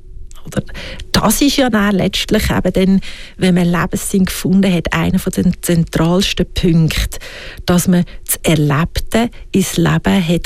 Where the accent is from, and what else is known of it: Switzerland